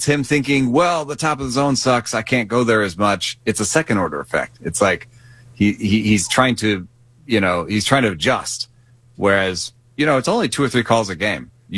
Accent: Atlanta, Georgia, United States; I know as a fan growing up in Atlanta in the late 80s and early 90s

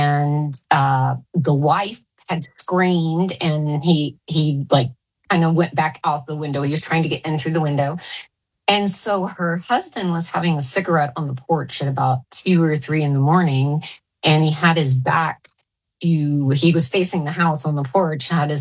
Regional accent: Arkansas, United States; I grew up in Arkansas, but I wanted to research and gather the ghost stories, the cryptids, unexplained phenomena in other Southern states as well.

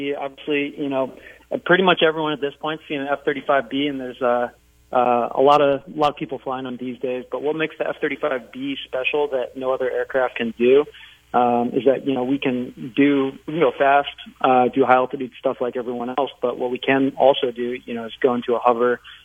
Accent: Victor, United States; I first heard about it growing up in Victor.

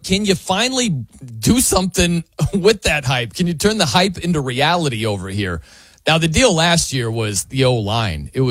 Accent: South Bend, Indiana, United States; And I grew up in South Bend, Indiana.

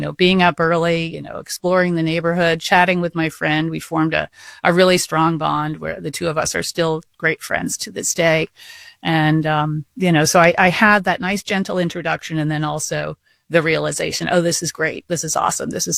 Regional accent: New Jersey, United States; moved away as an adult; now in New York, United States; I moved to the New York area when I graduated, moved back to this area. I'm from New Jersey, but moved into the city in 1983.

